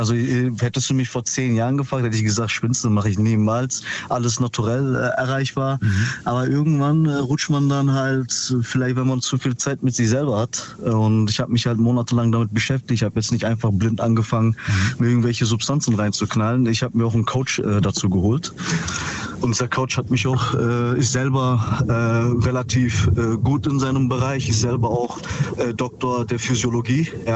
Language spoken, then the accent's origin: German; Ravensburg, Baden-Württemberg, Germany; Aus Ravensburg.